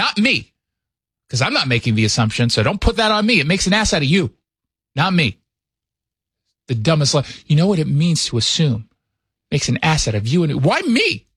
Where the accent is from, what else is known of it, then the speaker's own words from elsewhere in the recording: Edmonds, Washington, United States; born there; I was born here in Edmonds. I'm just having a tough time right now. I just have a tan. I'm not even Latino.